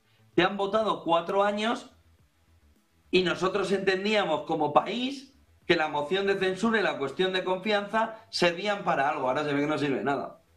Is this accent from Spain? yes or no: yes; Spain; nos habría tomado el pelo a todos los españoles